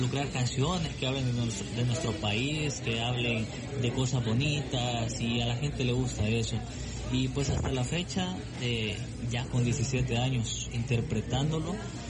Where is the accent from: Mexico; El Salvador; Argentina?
El Salvador; En mi caso, como salvadoreño, con mucho respeto y con mucho porte, trato la manera de interpretar lo mejor posible el género mariachi